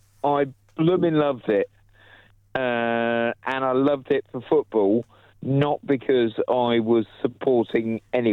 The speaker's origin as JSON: {"language": "English", "region": "England", "country": "United Kingdom", "tie": "born there", "said": "No, I was born in England, but my dad is Spanish and my mum is French."}